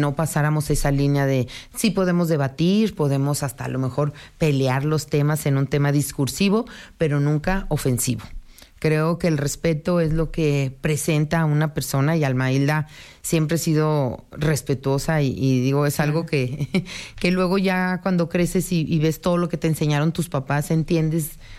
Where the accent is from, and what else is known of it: Aguascalientes, Mexico; born or raised there